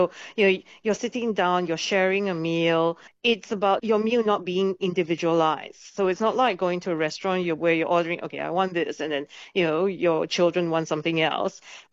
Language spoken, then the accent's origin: English; Singapore; growing up in Singapore, we have something called wok hei, right?